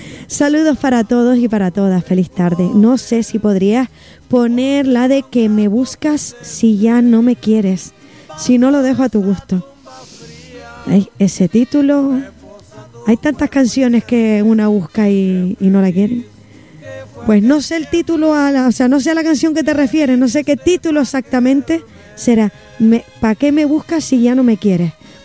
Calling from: Charco del Pino, Canary Islands, Spain; de los Llanos, Charco del Pino

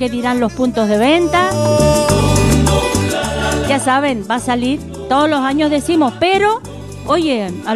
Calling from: Llano del Moro, Canary Islands, Spain; de Llano el Moro.

